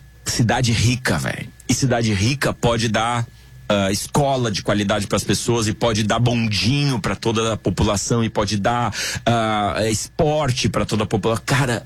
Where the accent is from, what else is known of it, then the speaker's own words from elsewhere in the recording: Porto Alegre, Rio Grande do Sul, Brazil; now in Curitiba, Brazil; eu me lembro, eu saí de Porto Alegre aqui com medo de ser assaltado.